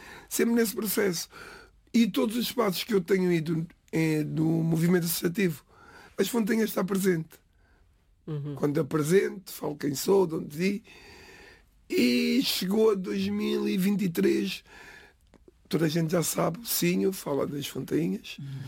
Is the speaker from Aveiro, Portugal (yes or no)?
no; Amadora, Lisbon, Portugal; born there